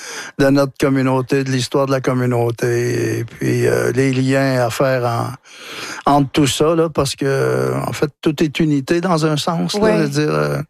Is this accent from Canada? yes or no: yes; Wôlinak, Quebec, Canada; Chez nous, à Wolinak, la langue avait été éteinte.